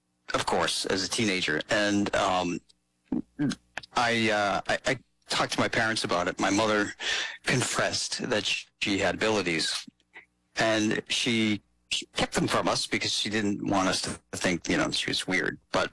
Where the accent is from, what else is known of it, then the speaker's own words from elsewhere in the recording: New England, United States; I grew up in New England, and I was inspired by the blizzard of 1978